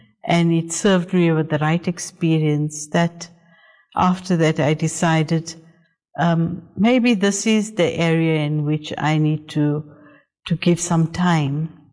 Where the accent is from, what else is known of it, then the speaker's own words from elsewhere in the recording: South Africa; born there; So I was born in South Africa, and I had a good life, came from a good home.